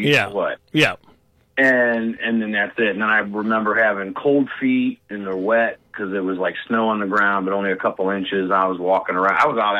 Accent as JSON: {"language": "English", "town": "Akron", "region": "Ohio", "country": "United States", "tie": "born or raised there", "said": "I'm a city slicker. I was, you know, born and raised in Akron, Firestone Park area."}